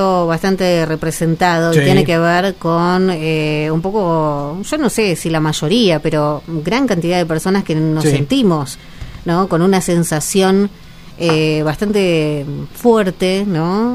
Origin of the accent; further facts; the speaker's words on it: Argentina; Tenemos eso los argentinos